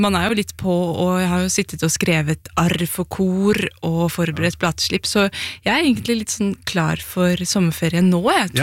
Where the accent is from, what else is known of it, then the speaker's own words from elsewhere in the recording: Oslo, Norway; I en sånn ærlig kjærlighetsvise da, til min barndomsdal.